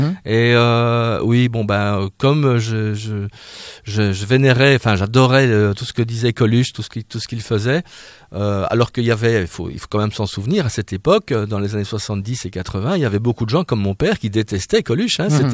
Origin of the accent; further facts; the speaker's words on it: Belgium; Non seulement je suis belge